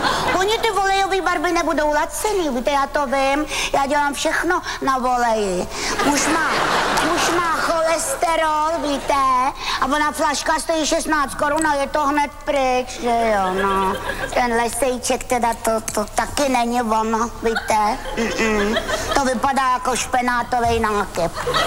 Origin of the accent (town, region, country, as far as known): Prague, Czechia